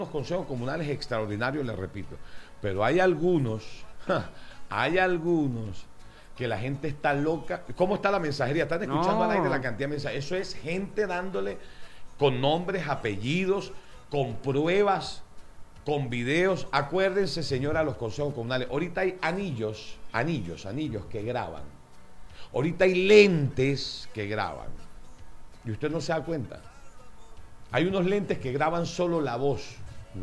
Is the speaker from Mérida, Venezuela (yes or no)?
yes; Mérida, Venezuela; also born or lived in El Vigía; Yo me crié en el Andrés Eloy, yo me crié en la Avenida Universidad, Ollada de Milla y Andrés Eloy Blanco. Pero nací en La Milagrosa.